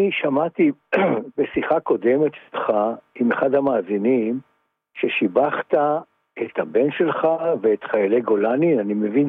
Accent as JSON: {"language": "Hebrew", "town": "Petah Tikva", "region": "Central District", "country": "Israel", "tie": "born or raised there", "said": "איפה גדלתי? בפתח תקווה."}